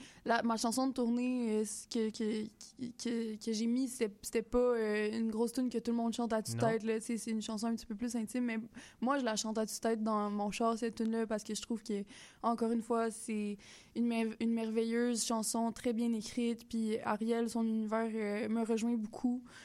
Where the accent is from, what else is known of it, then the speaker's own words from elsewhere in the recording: Douglastown, Quebec, Canada; genre quand j'étais jeune, très jeune, puis que j'étais chez nous à Douglaston, en Gaspésie, je chantais ça à mes voisins, puis je devais avoir genre 5-6 ans